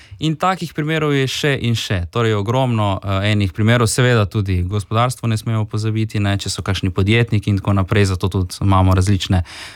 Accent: Rijeka, Primorje-Gorski Kotar County, Croatia; now in Ljubljana, Slovenia; Že moje ozadje, da sem reški Slovenc, v bistvu, da prihajam iz Reke

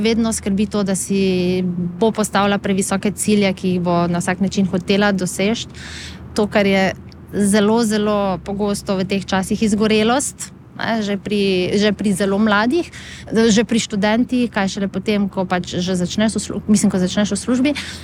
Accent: Šentjur, Savinja, Slovenia; Ja, mi smo iz Šentjurja pri Celju, tako da v Šentjurju smo naložili avto, ja, in potem se pripeljali v Ljubljano.

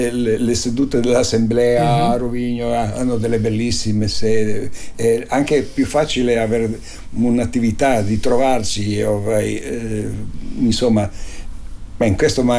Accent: Umag, Istria County, Croatia; moved away; io conosco Umago perché sono di Umago

